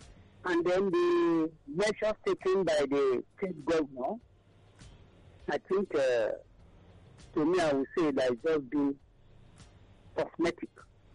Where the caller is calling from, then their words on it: Nigeria; I'm calling from Abanaja in Ikoton.